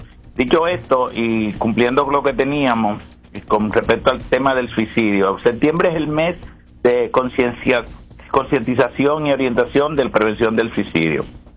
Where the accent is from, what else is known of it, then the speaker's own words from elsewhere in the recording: Dominican Republic; moved away; para nosotros como migrantes en sentido general y como dominicanos en particular